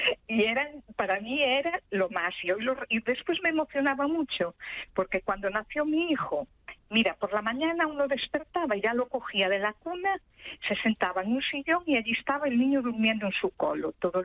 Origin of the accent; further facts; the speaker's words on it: Filgueira, Galicia, Spain; born there; yo nací en Filgueira, en la provincia de Pontevedra.